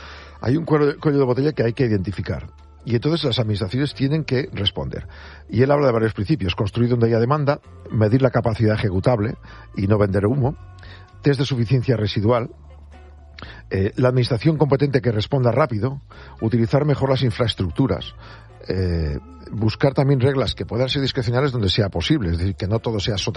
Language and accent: Spanish; Castile and León, Spain; Por ejemplo, en mi pueblo, en Burgos, un pueblo pequeñito, por 200 euros tienes un piso alquilado.